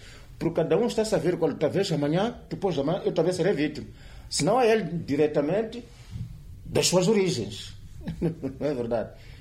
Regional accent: Mozambique; Bom, naturalmente que eu, como moçambicano, esperava um bocadinho mais, não é?

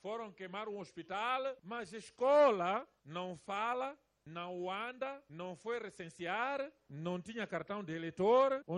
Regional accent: Mozambique; Como moçambicanos, temos que respeitar esta diferença, viver com esta diferença em paz.

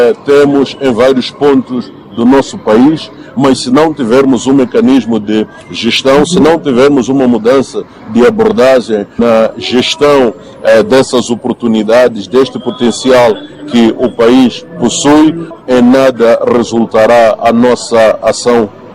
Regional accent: Mozambique; os nossos valores enquanto moçambicanos.

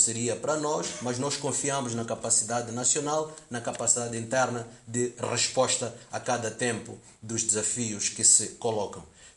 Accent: Mozambique; nós confiamos na nossa própria capacidade interna como moçambicanos

